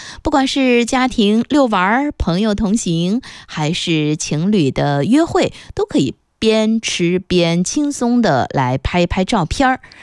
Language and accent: Chinese; Yichang, Hubei, China